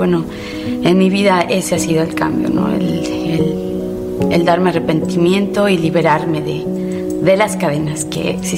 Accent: Mexico; soy originaria de México.

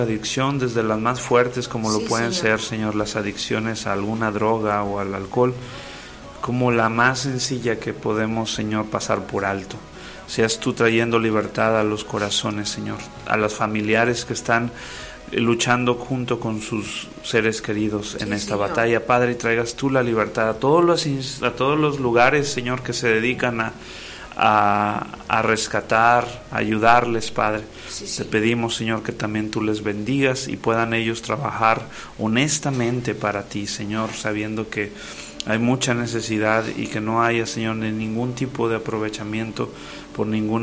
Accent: Mexico; este día también que celebramos como mexicanos, Señor, el Día de la Independencia.

